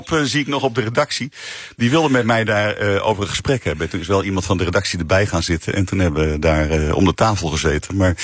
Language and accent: Dutch; Alkmaar, North Holland, Netherlands; Nee, ik heb in Alkmaar, waar ik opgroeide een paar jaar bij Alkmaarse Boys, prachtige club, mooie shirts, heb ik wel gevoetbald, maar ik ben ook wel weer vrij jong gestopt.